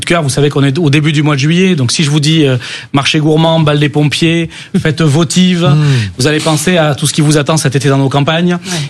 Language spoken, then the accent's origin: French; Occitanie, France; Vous dire que je viens du Lot et quand je viens ici à Sud Radio avec vous, j'ai pas l'impression d'être à Paris.